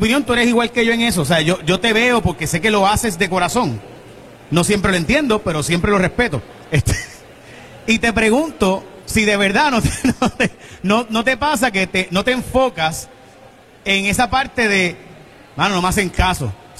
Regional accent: Puerto Rico

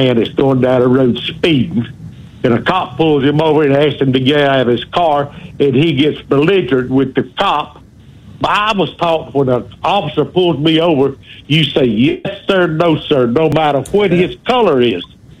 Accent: the South, United States; I'm from the South, and I love the South

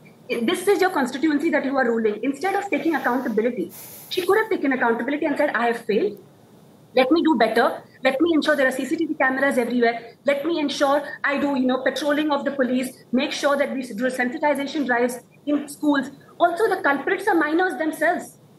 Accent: India

